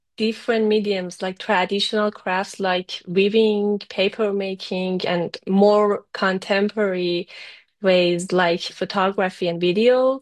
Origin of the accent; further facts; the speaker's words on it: Tehran, Tehran Province, Iran; moved away as an adult; now in Massachusetts, United States; I was born and raised in Tehran, Iran.